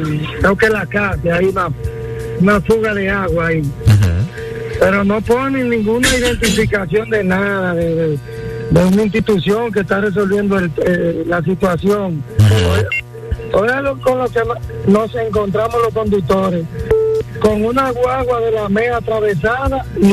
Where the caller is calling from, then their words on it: Santo Domingo, Dominican Republic; Vengo aquí de Santo Domingo